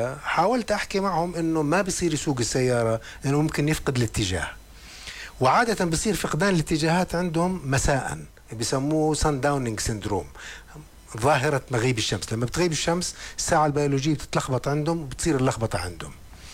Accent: Jordan; عندنا بالأردن

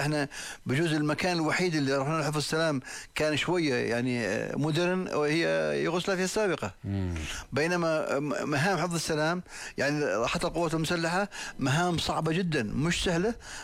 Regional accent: Jordan; انا كأردني

